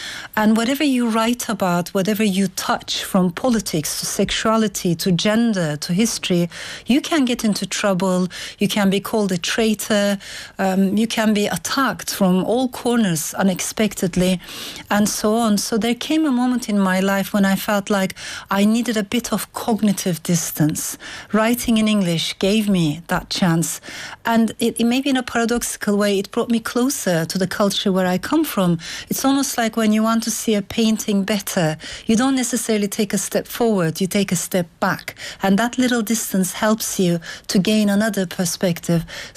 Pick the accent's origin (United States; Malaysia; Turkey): Turkey; first language Turkish; English is a second language; moved away as an adult; For someone like me to abandon my mother tongue, because I loved writing in Turkish